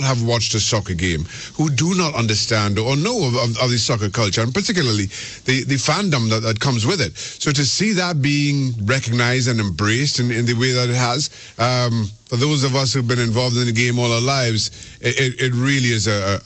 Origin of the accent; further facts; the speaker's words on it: Trinidad & Tobago; You mentioned I'm from Trinidad and Tobago, so I grew up playing against the U.S. at junior national levels.